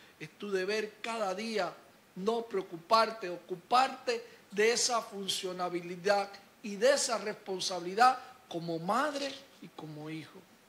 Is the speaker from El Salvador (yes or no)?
no; Cuba; Los que somos cubanos